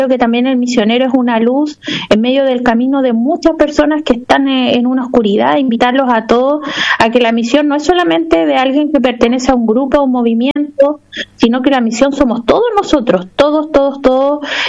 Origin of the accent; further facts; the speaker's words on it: Chile; Nosotros los chilenos por ahí somos un poquitito fríos